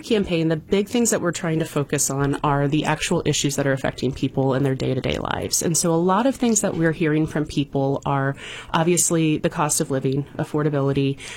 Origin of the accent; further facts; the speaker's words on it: Farmington, United States; I am from Farmington. I'm from the 116th district.